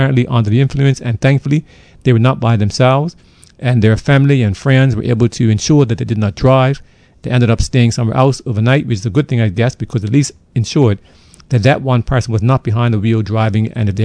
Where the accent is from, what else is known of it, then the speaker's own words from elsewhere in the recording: Bermuda; I was born in Bermuda, but more importantly, I was formed by her people, by your resilience, your warmth, your quiet strength, and your unwavering belief that even a small island can stand tall in a vast and often uncertain world.